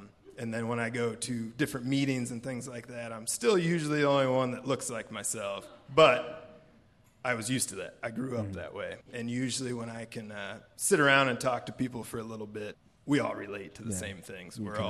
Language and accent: English; Coggin, United States; So, I mean, growing up in Coggin, being there my whole life, you know, and I actually own the farm down the road from the family farm that I grew up on.